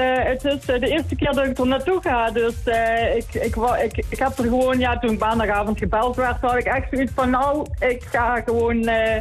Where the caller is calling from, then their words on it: Limburg, Netherlands; Ik kom uit de buurt van Sittard, uit Limburg.